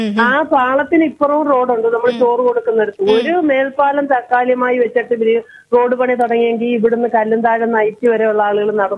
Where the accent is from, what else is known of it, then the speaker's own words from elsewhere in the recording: Oachira, Kerala, India; moved away as an adult; now in Kallumthazham, India; ഓച്ചിറയാണ് നമ്മൾ ജനിച്ചു വളർന്നിടം കെട്ടിക്കൊണ്ടു വന്നെയാണ് ഇവിടെ.